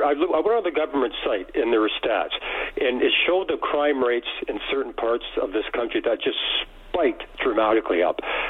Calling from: Ontario, Canada; I've seen it all here in Southern Ontario.

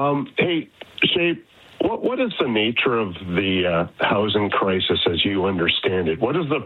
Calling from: Calgary, Alberta, Canada; And I'm calling from Calgary, so...

